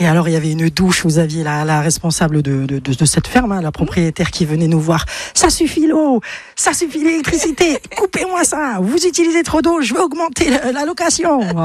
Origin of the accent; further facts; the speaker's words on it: Bayonne, Nouvelle-Aquitaine, France; j'ai 50 ans et je suis de Bayonne.